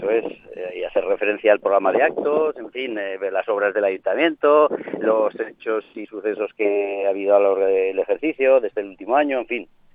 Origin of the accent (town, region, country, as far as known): Peraltilla, Aragon, Spain